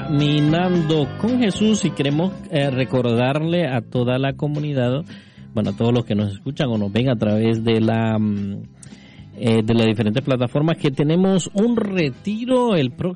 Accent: El Salvador; moved away

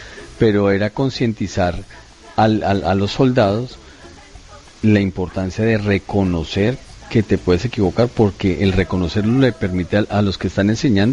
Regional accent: Colombia; Yo tuve la oportunidad de prestar el servicio militar en Colombia, ajá, en mi país.

